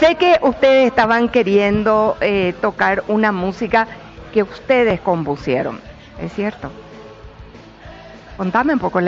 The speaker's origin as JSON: {"language": "Spanish", "country": "Paraguay", "said": "somos paraguayos. Somos paraguayos los 365 días del año."}